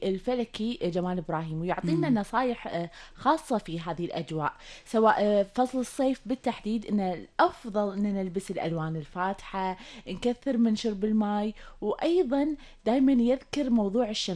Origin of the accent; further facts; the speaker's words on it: Kuwait; دولتنا الحبيبة الكويت